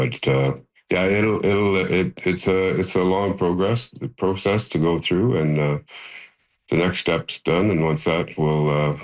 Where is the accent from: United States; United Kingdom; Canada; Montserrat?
Canada; Thessalon, Ontario; my hometown of Thessalon